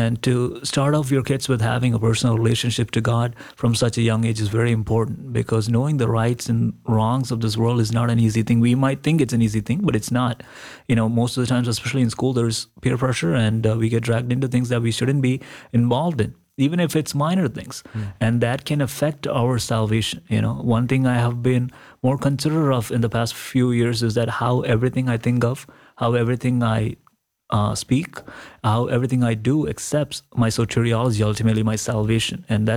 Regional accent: Kerala, India; born or raised there

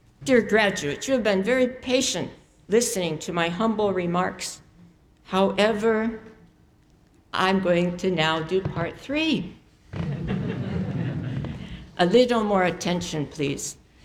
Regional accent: Pittsburgh, Pennsylvania, United States; I'm from the Pittsburgh Steelers area

